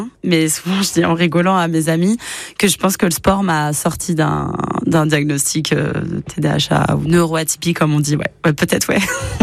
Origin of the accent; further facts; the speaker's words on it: Limoges, Nouvelle-Aquitaine, France; Moi, je suis Limougeaud de cœur et d'âme. Je suis née à Limoges. J'ai fait toutes mes études à Limoges